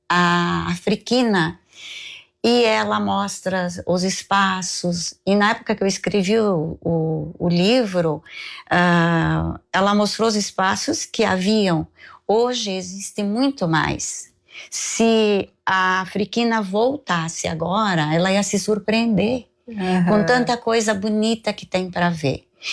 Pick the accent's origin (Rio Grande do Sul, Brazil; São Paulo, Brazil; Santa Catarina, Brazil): Rio Grande do Sul, Brazil; Garibaldi; Feliz por poder ter mostrado a minha terra natal, as coisas lindas que tem aqui em Garibaldi, para as outras pessoas.